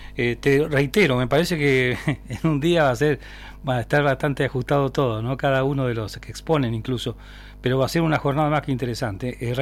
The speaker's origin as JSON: {"language": "Spanish", "town": "Río Gallegos", "region": "Santa Cruz", "country": "Argentina", "tie": "born or raised there", "said": "yo soy de Gallegos, nacido y criado, y con algo más de 60 años, y en qué casa no había una huertita, ¿viste?"}